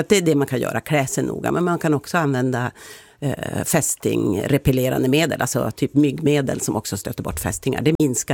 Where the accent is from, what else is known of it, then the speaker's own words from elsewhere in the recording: Piteå, Norrbotten County, Sweden; now in Västerbotten, Sweden; När jag var barn och växte upp i Piteå